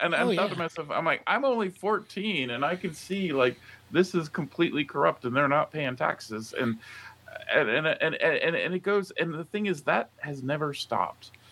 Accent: the South, United States; I'm from the South, and I grew up with those people.

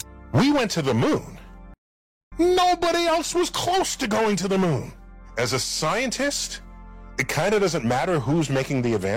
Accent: United States; But as an American, I like baseball, I eat hot dogs, and I eat apple pie. Yeah, I'm American.

